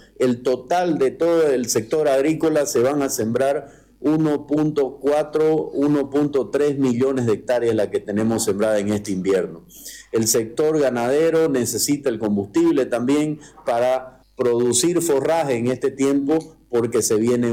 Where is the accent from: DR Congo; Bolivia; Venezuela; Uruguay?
Bolivia; que nos hace falta como bolivianos